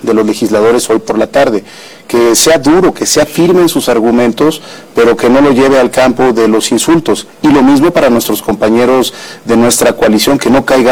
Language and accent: Spanish; Oaxaca, Mexico; Somos de Oaxaca. Yo soy oaxaqueño, mi padre oaxaqueño, mi abuelo oaxaqueño.